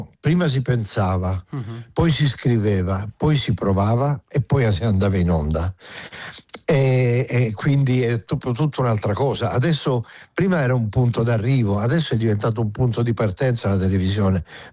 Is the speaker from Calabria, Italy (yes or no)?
yes; Calabria, Italy; sono un calabrese, tu lo sai, calabresi, poi sono un calabrese salesiano.